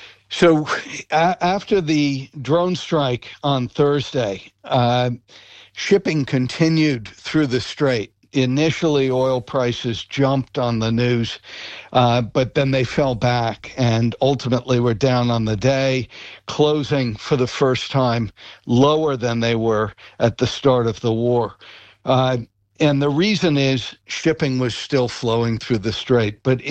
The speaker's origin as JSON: {"language": "English", "region": "New York", "country": "United States", "said": "Well, it's, listen, I'm not only a New Yorker, I'm a renter in New York."}